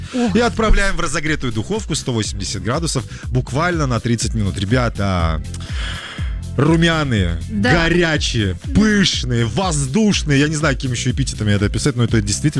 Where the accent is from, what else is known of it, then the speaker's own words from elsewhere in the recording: Urals, Russia; А я с Урала, парень.